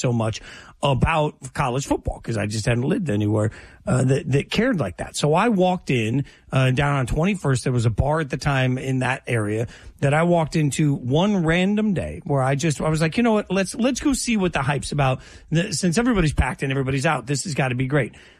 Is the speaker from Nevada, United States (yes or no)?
yes; Las Vegas, Nevada, United States; also born or lived in Washington, D.C. / Chicago / Nashville; growing up in Vegas and then living in the D.C. area, even in Chicago for a little bit, like not areas that cared about college football at all.